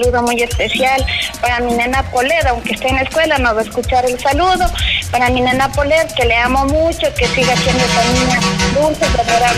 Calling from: Quero, Tungurahua, Ecuador; Desde aquí de Quero.

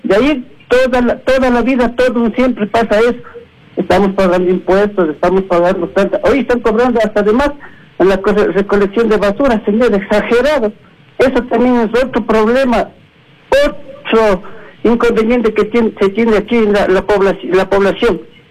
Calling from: Quito, Pichincha, Ecuador; Acá yo vivo en Calderón, aquí en la calle Carapungo

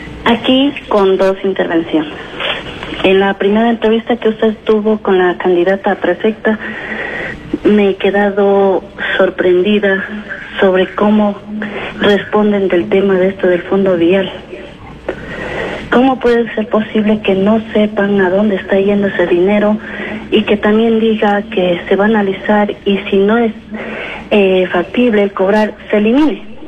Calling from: Ecuador; Creo que como ecuatorianos tenemos derecho al buen vivir

